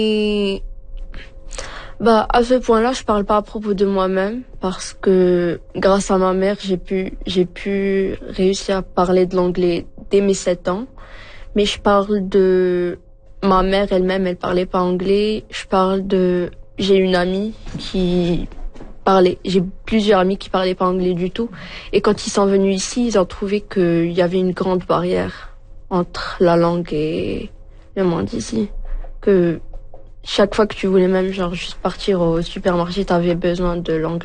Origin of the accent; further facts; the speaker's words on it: Morocco; first language Moroccan Arabic; French is a second language; On vient du Maroc.